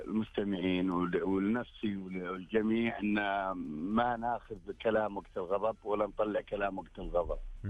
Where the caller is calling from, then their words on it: Riyadh, Riyadh Province, Saudi Arabia; من الرياض. الله يطول.